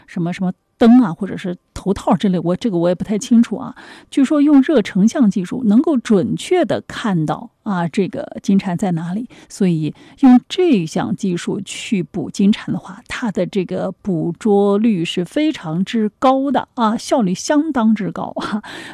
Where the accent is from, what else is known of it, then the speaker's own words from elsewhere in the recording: Hai'an, Jiangsu, China; now in Nanjing, China; 包括我们像我老家海安那边哈